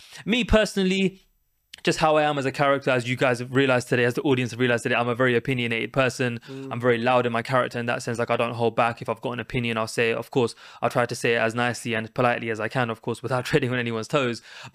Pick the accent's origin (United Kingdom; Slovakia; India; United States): United Kingdom; I'm also a proud Brit. You know what I'm trying to say? I'm British as well.